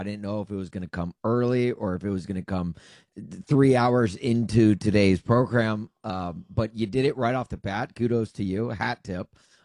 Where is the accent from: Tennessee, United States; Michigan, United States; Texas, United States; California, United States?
Tennessee, United States; Nashville; I am from Nashville, right?